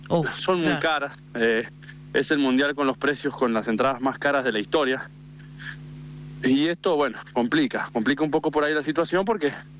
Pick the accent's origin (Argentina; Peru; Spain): Argentina; con tantos problemas que tenemos los argentinos